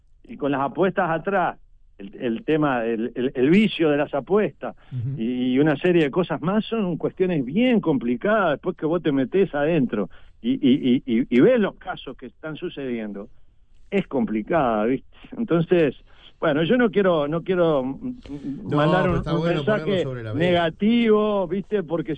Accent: Uruguay

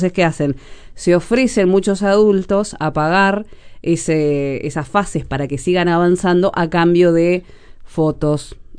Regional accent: Montevideo, Uruguay; como montevideanos dejamos todo en la capital

